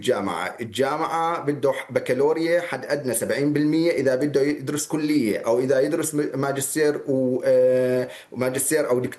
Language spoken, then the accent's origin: Arabic; Syria; أو مثل المعهد عندنا بسوريا.